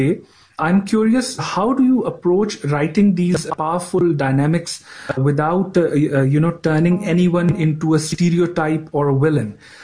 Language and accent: English; Lahore, Punjab, Pakistan; I'm from Lahore, Pakistan.